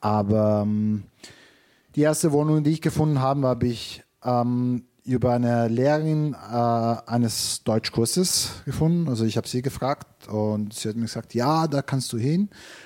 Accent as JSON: {"language": "German", "country": "Italy", "said": "was mich betrifft als Italiener, solange ich ein guter Italiener bin, das passt"}